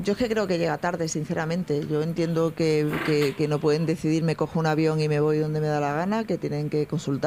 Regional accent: Ceuta, Spain; O sea, yo soy una ciudadana ceutí y es lo que pensaría

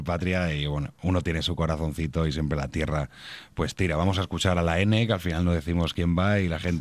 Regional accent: Extremadura, Spain; Nosotros ya, las nuevas generaciones de extremeños

